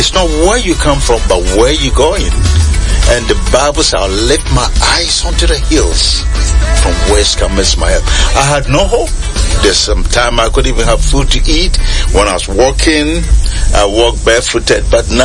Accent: Yendi, Northern Region, Ghana; also born or lived in Tamale; I come from a very poor family. Even though my parents were shanties and I was raised up in Yendi and Tamale, but I served the Lord.

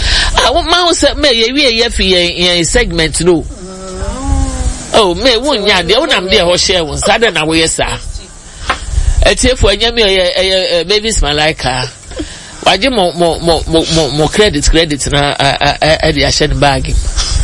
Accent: Italy; I am watching you live from Modena. I'm from Italy.

